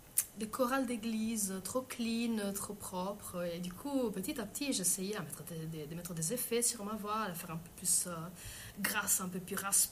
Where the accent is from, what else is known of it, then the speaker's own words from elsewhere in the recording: France; accent: French; Et en plus, comme j'ai un accent français, qu'ils comprennent mieux aussi l'essence des paroles